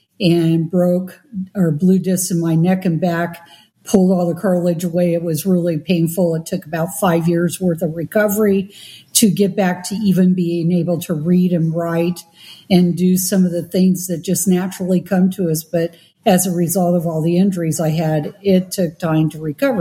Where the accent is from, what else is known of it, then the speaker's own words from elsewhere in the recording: Seattle, Washington, United States; now in East Texas, United States; Well, remember, I'm from Seattle. East Texas is Podunkville.